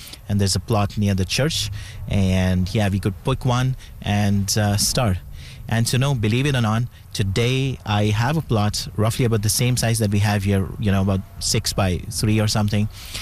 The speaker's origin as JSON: {"language": "English", "country": "India", "moved": "as an adult", "lives_now": "Saskatoon, Canada", "said": "I'm originally from India. I've been here for just over a year. I would say about 14 months"}